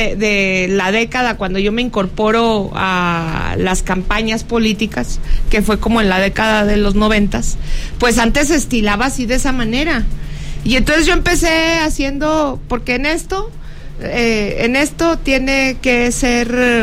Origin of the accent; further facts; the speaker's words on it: Fresnillo, Zacatecas, Mexico; soy de Fresnillo